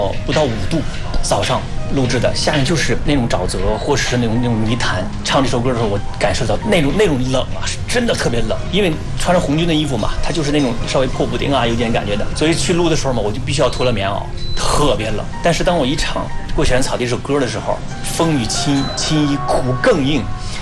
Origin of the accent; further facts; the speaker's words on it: China; 我们中国人